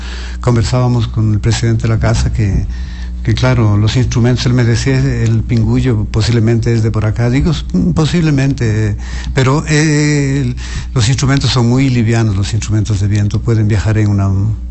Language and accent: Spanish; Ecuador; Yo soy ecuatoriano.